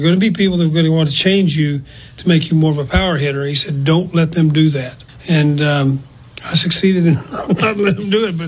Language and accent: English; Texas, United States; also born or lived in Oklahoma; coming from Texas, growing up in the Texas Panhandle and going to a small school in Oklahoma